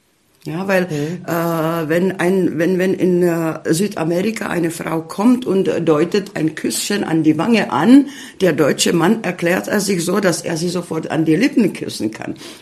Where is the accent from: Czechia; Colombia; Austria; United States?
Czechia; Ústí nad Labem Region; also born or lived in Spain; ich komme zwar aus Tschechien, aber sozusagen, ich bin eine gebürtige Oberlausitzerin, weil ich wirklich, ich bin, weil ich an der Quelle von Mandau geboren zur Welt gekommen bin.